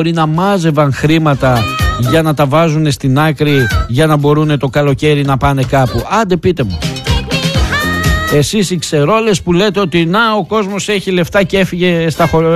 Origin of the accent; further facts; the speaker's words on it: Thessaloniki, Central Macedonia, Greece; εγώ τουλάχιστον και οι γονείς μου και αυτά, γεννηθήκαμε εδώ, μεγαλώσαμε εδώ στη Θεσσαλονίκη. Είμαστε γέννημα θρέμα. Δεν έχουμε χωριό